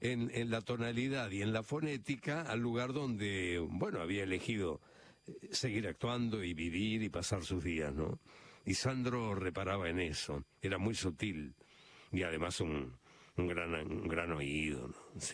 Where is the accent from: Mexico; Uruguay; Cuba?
Cuba; moved away; cuando salí de Cuba.